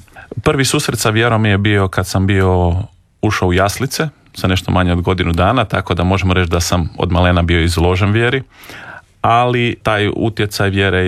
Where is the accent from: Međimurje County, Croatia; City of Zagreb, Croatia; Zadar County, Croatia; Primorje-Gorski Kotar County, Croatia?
Primorje-Gorski Kotar County, Croatia; Rijeka; born there; rođen sam u Rijeci prije nešto manje od 40 godina, 37 ako ćemo biti točni.